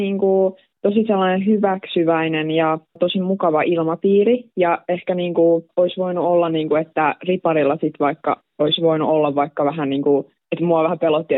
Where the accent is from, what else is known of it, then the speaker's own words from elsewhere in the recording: Seinäjoki, South Ostrobothnia, Finland; mä oon niinku Seinäjoelta